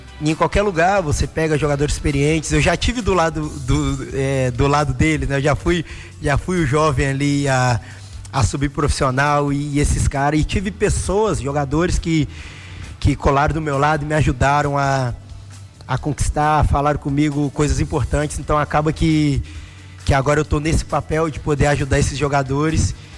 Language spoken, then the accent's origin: Portuguese; Belo Horizonte, Minas Gerais, Brazil; eu sou daqui de Belo Horizonte, estava aqui na base, realmente eu não queria sair